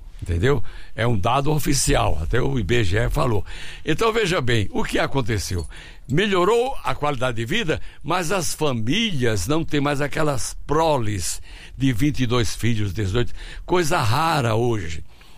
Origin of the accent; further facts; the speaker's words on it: São Gonçalo, Paraíba, Brazil; born there; lá na Paraíba, onde eu nasci, em São Gonçalo